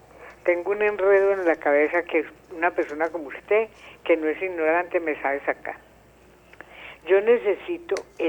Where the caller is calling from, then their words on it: Belén, Antioquia, Colombia; Yo estoy en Belén.